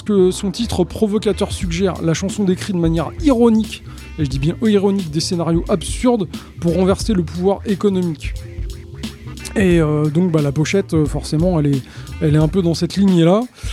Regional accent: France

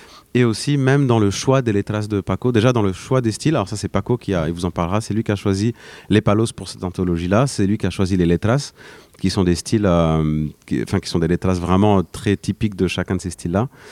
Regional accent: Caen, Normandy, France; born there; Alors moi, je suis très très heureux de venir présenter donc Memoria de los Cantes Flamencos ici à Caen, ma ville natale, et aussi sur cette scène qui a vu le début de ma carrière il y a 16 ans.

